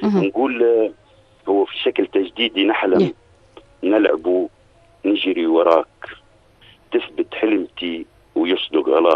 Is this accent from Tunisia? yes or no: yes; Tunisia; احنا عندنا في تونس